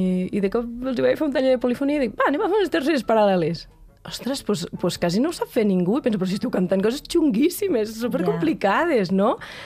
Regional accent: Lleida, Catalonia, Spain; Jo que sóc de Lleida

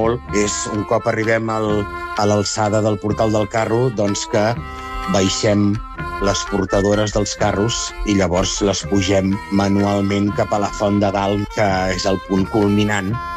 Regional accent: Tarragona, Catalonia, Spain; com a tarragoní

